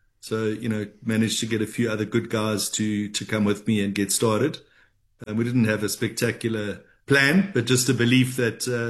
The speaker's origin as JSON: {"language": "English", "town": "Durban", "region": "KwaZulu-Natal", "country": "South Africa", "tie": "born or raised there", "lives_now": "Johannesburg, South Africa", "said": "I grew up in Durban and, you know, the stock market's not really a big thing. But when I came up to Johannesburg"}